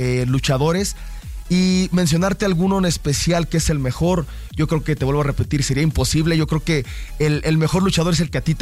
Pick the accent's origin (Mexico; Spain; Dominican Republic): Mexico